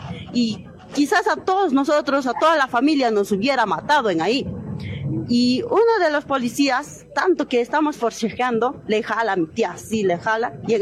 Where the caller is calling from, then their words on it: Huasahuasi, Junín, Peru; de mi pueblo, que somos nosotros, somos guasaguacinos